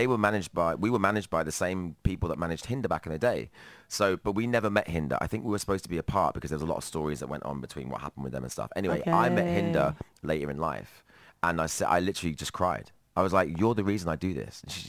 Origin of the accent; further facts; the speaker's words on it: Woodbridge, East of England, United Kingdom; I'm from Woodbridge